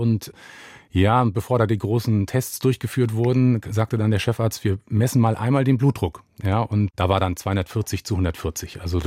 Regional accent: Mecklenburg-Vorpommern, Germany; born there; now in Brandenburg an der Havel, Germany; ich bin 44 Jahre alt, gebürtiger Mecklenburger, lebe in Brandenburg an der Havel

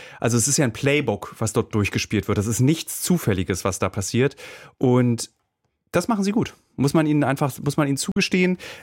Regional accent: Berlin, Germany; ich komme aus Ostberlin.

